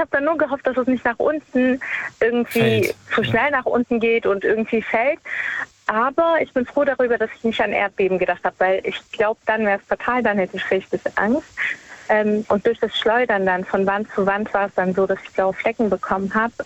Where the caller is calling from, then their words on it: Baden-Württemberg, Germany; Ich komme aus der Nähe von Stuttgart.